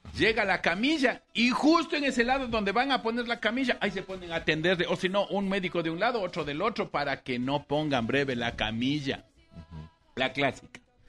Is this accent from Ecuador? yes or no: yes; Ecuador; que somos campeones los ecuatorianos